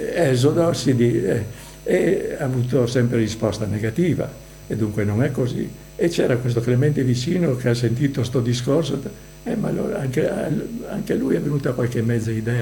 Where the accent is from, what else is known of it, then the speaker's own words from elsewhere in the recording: Buje, Istria County, Croatia; moved away; also born or lived in Piran; visto che abito a Pirano, a quei tempi abitavo a Pirano, e ha detto, ma lei non è piranese? No, dico, sono di Buie.